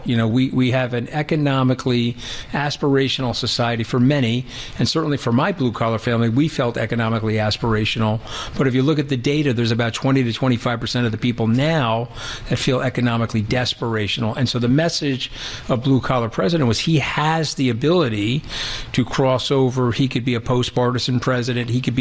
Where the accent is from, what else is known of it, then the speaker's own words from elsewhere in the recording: New York, United States; I'm a New Yorker.